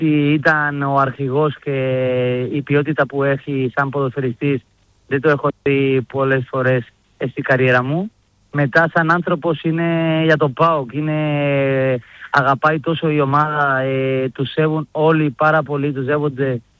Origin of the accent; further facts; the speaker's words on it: Mallorca, Balearic Islands, Spain; Greek is a second language; εγώ είμαι από Μαγιόρκα και θέλω να μένω Μαγιόρκα.